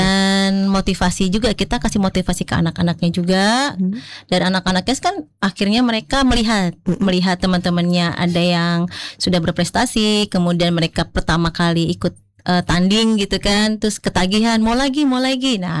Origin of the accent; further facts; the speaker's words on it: Bogor, West Java, Indonesia; born there; also born or lived in Solo; Kalau saya memang kelahiran Jawa ya. Iya, mm-hmm, di Solo. Saya mm-hmm kelahiran Solo. Dan kebenaran saya itu sudah lama di Kota Bogor dari tahun 94. Iya, sekolah di Bogor